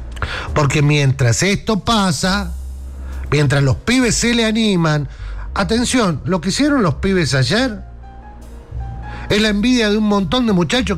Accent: Argentina

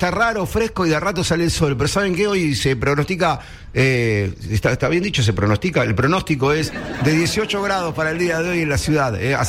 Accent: La Plata, Buenos Aires Province, Argentina; also born or lived in Ensenada / Berisso; Nací en Ensenada, viví en Berisso y estudié y viví toda mi adolescencia en La Plata. Pero bueno, somos ensenadenses.

